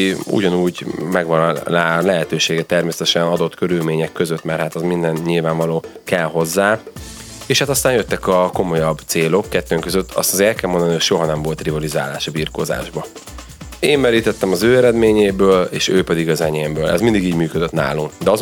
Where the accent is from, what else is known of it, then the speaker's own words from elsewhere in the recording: Ceglédbercel, Pest, Hungary; mi azért lokálpatrióták vagyunk, Cegléd-Bercelről származunk, és hát én láttam azt, hogy honnan, hová lehet eljutni, hogy egy vidéki srác is igenis fel tudja magát küzdeni Európa tetejére